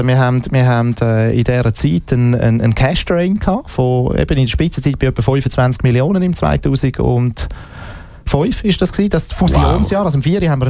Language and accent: German; Zurich, Switzerland; Nein, das so weit habe ich mich noch nicht überwinden. Ich bin Zürcher und ZSCV.